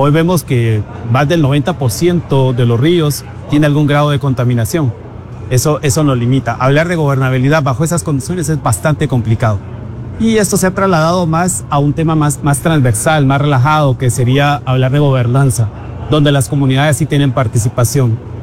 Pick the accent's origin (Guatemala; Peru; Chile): Guatemala; San Agustín Acasaguastlán, El Progreso; Personalmente soy de San Agustín a Casahuastlán